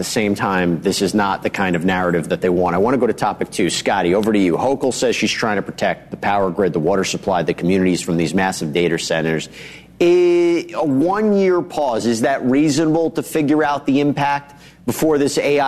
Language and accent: English; New York, United States; that is true. As a New Yorker, I hear it a lot.